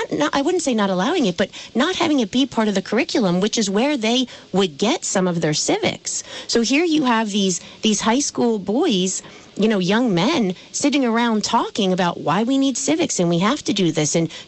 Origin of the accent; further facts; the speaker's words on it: Danville, Vermont, United States; last night I was at Senator Scott Beck's kickoff campaign party in Danville, my hometown, over in Vermont at Red Barn Brewing.